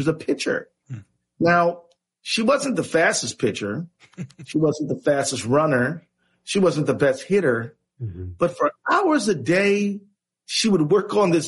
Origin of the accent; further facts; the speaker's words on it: Detroit, Michigan, United States; moved away as an adult; now in Minnesota, United States; I was born and raised in Detroit, I lived my whole adult life in Minnesota. But when I, from zero to about 22, I lived in Detroit.